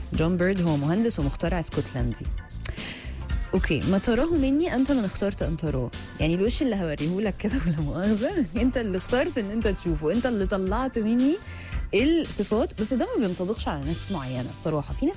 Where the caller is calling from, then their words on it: Luxor, Luxor Governorate, Egypt; من الأقصر